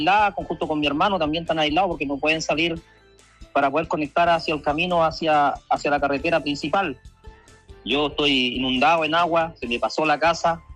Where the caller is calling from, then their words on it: Huasco Province, Atacama, Chile; soy presidente de la Junta de Vecinos de la Comunidad Turística de La Verbena.